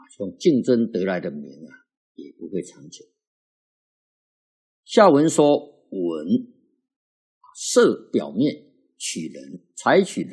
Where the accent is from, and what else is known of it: China